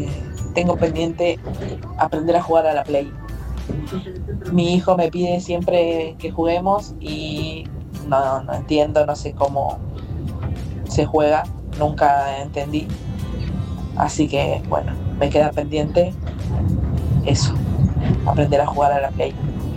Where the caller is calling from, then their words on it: Lomas de Zamora, Buenos Aires Province, Argentina; soy de Loma de Zamora.